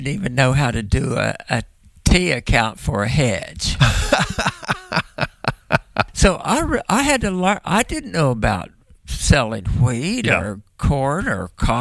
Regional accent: Oklahoma, United States; Now, as you mentioned earlier, I was raised in Muskogee County, 6 miles north of Shakota, 3 miles south of Wainwright, mm-hmm.

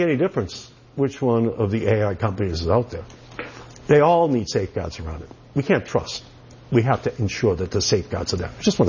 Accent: Malden, Massachusetts, United States; I grew up in Malden. I live in Malden today. My father was a truck driver for the Hood Milk Company.

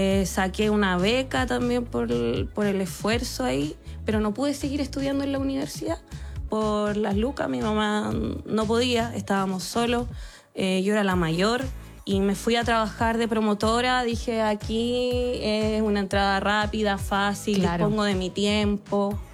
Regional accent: Valparaíso, Chile; also born or lived in Santiago; porque yo soy de Valparaíso, de región.

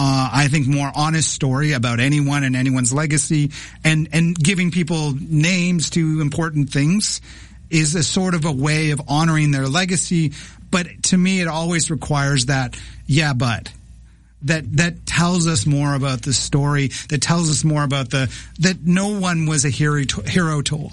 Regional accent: Canada; as a Canadian

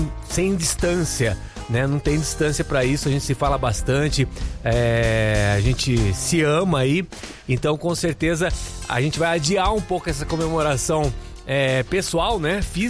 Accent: Araras, São Paulo, Brazil; moved away; ela mora na minha cidade, né, no interior de São Paulo, né? Eu sou de Araras

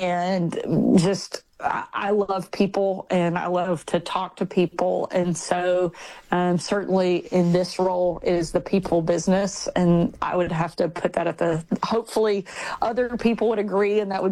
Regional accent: Texarkana, United States; I was probably 7 or 8 in my hometown of Texarkana

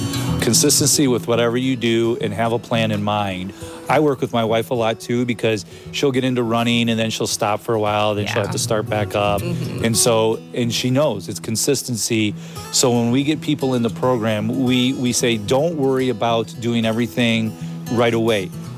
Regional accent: Spencer, Ohio, United States; Yeah, I grew up south in Spencer.

